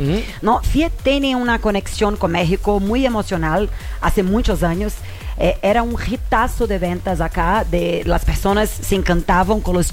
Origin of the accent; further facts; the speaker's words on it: Italy; Spanish is a second language; Estoy movimentando mucho aquí, soy muy italiano.